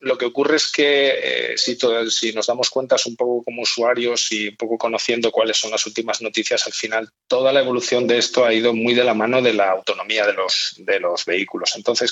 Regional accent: Valladolid, Castile and León, Spain; como vallisoletanos, nos tenemos que sentir orgullosos.

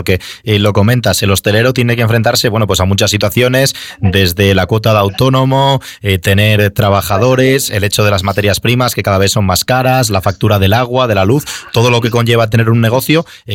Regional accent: León, Castile and León, Spain; como leonés de pro que soy

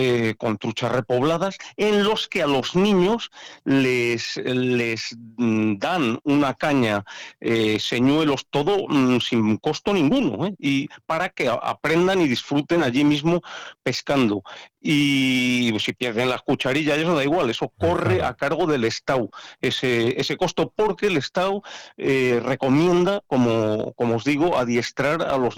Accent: Castile, Spain; Hoy día, tú y yo que somos castellanos, para que se adiestre un niño castellano en la pesca de truchas, es complicado

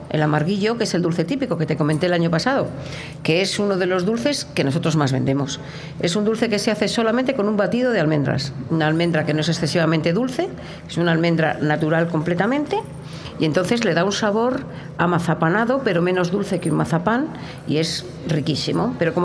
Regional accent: Tordesillas, Castile and León, Spain; Todos los bollos son de aquí, de mi tierra. Estos bollos se hacían siempre en Tordesillas.

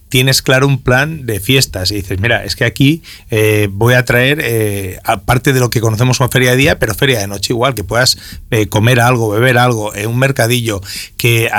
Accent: Palencia, Castile and León, Spain; now in Burgos, Spain; Yo soy de Palencia

